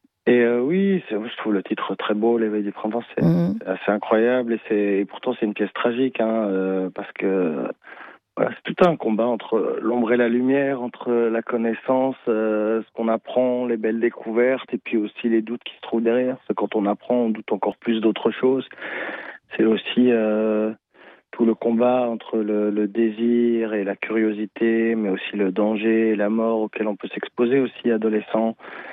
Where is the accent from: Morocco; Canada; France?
Morocco; Je suis marocain.